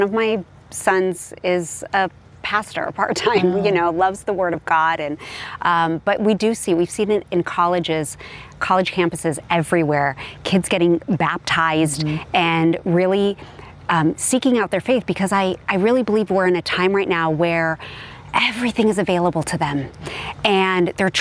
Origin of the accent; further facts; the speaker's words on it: Hollywood, California, United States; there's a lot of us that had great experiences growing up in Hollywood, really.